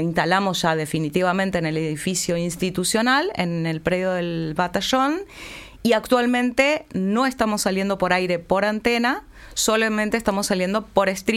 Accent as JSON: {"language": "Spanish", "town": "Santo Tomé", "region": "Santa Fe", "country": "Argentina", "tie": "born there", "moved": "as an adult", "lives_now": "Tierra del Fuego, Argentina", "said": "Soy santafesina, soy litoraleña, santafesina de nacimiento, santotomecina, que es una ciudad que está ahí muy cerquita, a 4 kilómetros de la ciudad capital, nos divide un puente tan solamente, una ciudad dormitorio en alguna bibliografía, porque la gente trabaja en Santa Fe y duerme en Santo Tomé."}